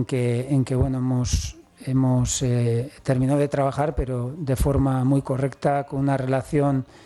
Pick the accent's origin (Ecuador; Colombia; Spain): Spain; Eibar, Basque Country; yo renové con el Eibar, equipo de mi tierra, equipo que quiero mucho